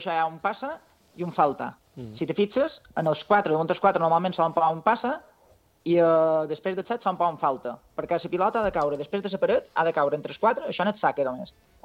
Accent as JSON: {"language": "Catalan", "area": "Mallorca", "region": "Balearic Islands", "country": "Spain", "said": "nosaltres som mallorquins"}